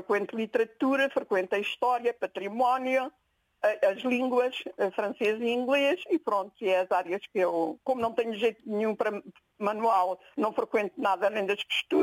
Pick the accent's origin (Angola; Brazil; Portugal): Portugal; Alentejo; moved away as an adult; also born or lived in Lisbon; now in Figueira da Foz, Portugal; eu sou de Lisboa, cresci no Alentejo e depois regressei a Lisboa para trabalhar